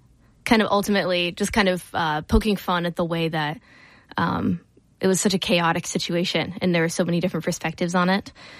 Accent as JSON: {"language": "English", "town": "Chillicothe", "region": "Ohio", "country": "United States", "tie": "born or raised there", "lives_now": "Columbus, United States", "said": "I grew up in Chillicothe originally."}